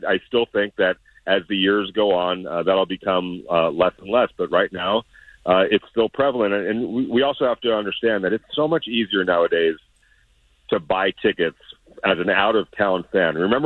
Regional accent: California, United States; I grew up in Southern California, so I don't care what era you're talking.

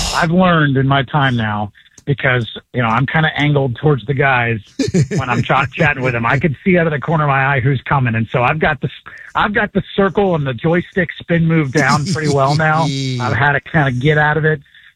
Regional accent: Miami, Florida, United States; I am from Miami

